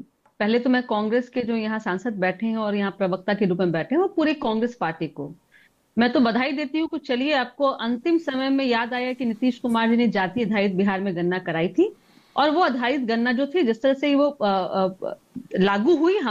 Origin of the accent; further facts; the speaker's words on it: Bihar, India; मैं यादव कम्युनिटी से बिलोंग करती हूँ और मुझे पता है कि यादव, जो कि मैं बिहार से हूँ